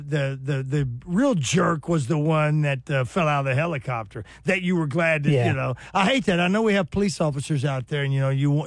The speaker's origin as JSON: {"language": "English", "town": "Hot Springs", "region": "Arkansas", "country": "United States", "tie": "born or raised there", "said": "I grew up in Hot Springs"}